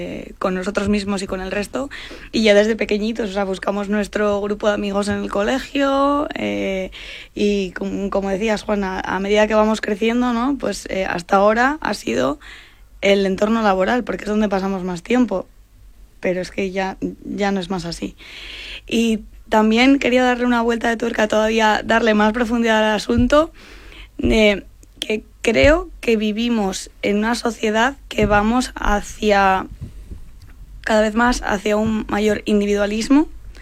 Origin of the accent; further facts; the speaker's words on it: Asturias, Spain; Yo soy de Asturias.